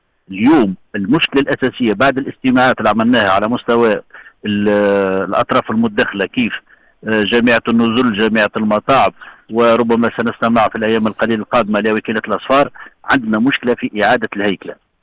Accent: Tunisia; احنا عندنا في تونس

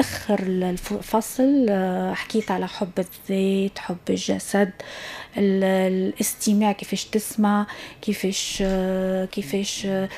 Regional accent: Ariana, Ariana Governorate, Tunisia; also born or lived in Tunis / El Haouaria (family roots); وعشت المراهقة متاعي في أريانا، برج باكوش، قريت في برج باكوش.

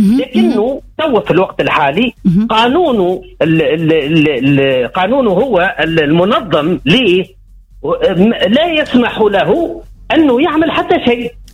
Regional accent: Tunisia; احنا كدولة تونسية

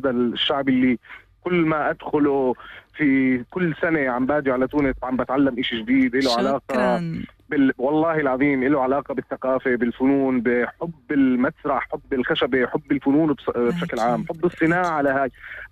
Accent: Jordan; عندنا في الاردن، انا بديتها وانا في عمان

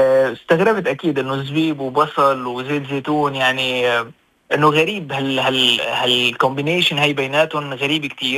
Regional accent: Syria; now in Sfax, Tunisia; تخيل يعني مثلا في حتى توانسي، أنا سوري، توانسي مرايحين على قرقنة ولا بيعرفوها أصلا.

